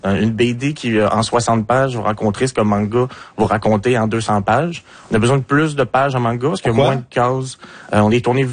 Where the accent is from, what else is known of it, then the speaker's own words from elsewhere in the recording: Quebec, Canada; je suis un Québécois qui écrit, je veux que ça soit écrit comme chez moi